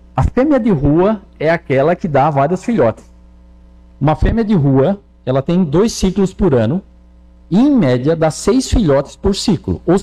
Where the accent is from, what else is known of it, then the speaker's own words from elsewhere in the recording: Maracajá, Santa Catarina, Brazil; born there; moved away; also born or lived in Goiás / Curitiba; eu nasci aqui no Maracajá, eu morei fora 3 anos em Goiás, 5 anos em Curitiba, e quando eu voltei para cá em 2014